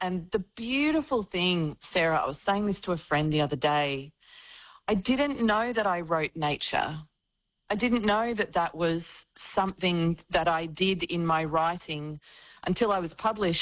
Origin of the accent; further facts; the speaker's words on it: Gold Coast, Queensland, Australia; I grew up in southeast Queensland. I grew up on the Gold Coast, on Yugambeh country.